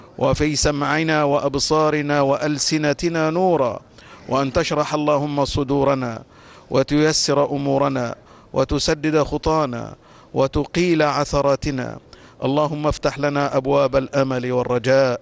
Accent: Egypt; بلادنا مصر

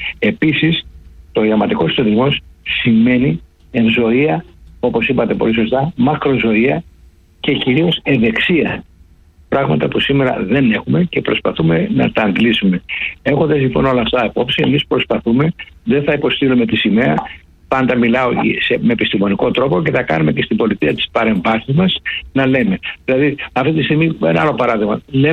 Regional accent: Greece; Εγώ δεν δέχομαι σαν Έλληνες να μιλάνε για μεσογειακή διατροφή όλοι.

